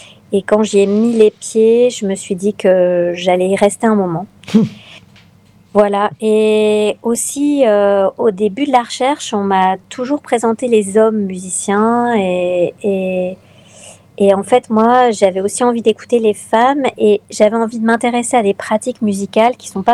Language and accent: French; Lille, Hauts-de-France, France; je suis lilloise, chercheuse à l'université, et que donc je ne suis pas si loin du littoral franco-britannique